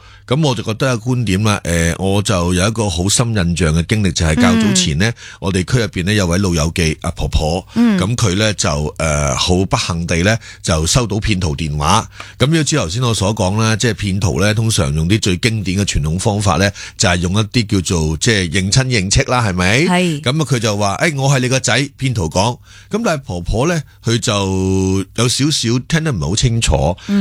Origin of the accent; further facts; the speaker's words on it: Hong Kong; 我们香港人就很醒目的，很精灵的，也很精明的